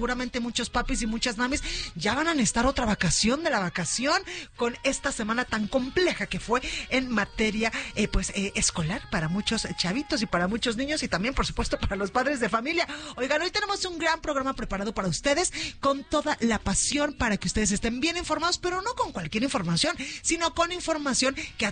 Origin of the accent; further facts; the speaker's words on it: Guadalajara, Jalisco, Mexico; por aquello de mi tierra, de mis raíces tapatías.